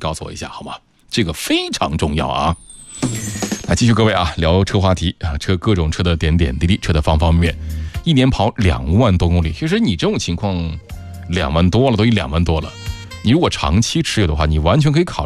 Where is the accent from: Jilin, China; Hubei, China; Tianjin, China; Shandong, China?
Hubei, China; Yichang; 你要是我们宜昌的，